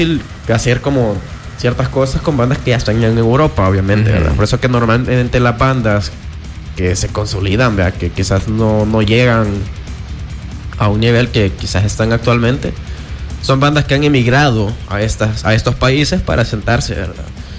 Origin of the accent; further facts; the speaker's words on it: El Salvador; somos una banda de El Salvador